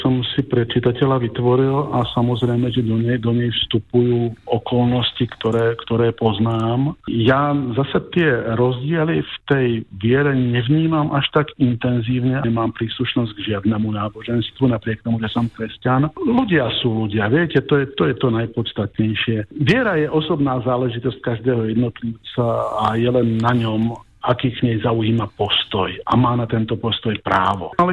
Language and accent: Slovak; Liptovský Mikuláš, Žilina Region, Slovakia; now in Bratislava, Slovakia; Ale to isté som mal, keď som prišiel z Liptovského Mikuláša do Bratislavy, že tiež to boli dve odlišné prostredia.